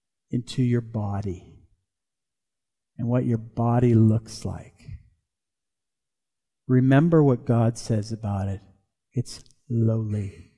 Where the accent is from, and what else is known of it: Canada